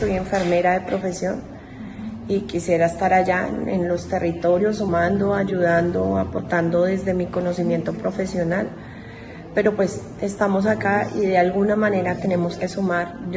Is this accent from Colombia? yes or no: yes; Colombia; now in Tijuana, Mexico